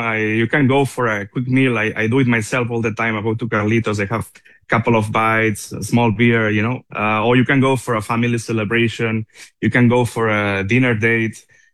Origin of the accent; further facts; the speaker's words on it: Spain; Of course, I grew up in Spain.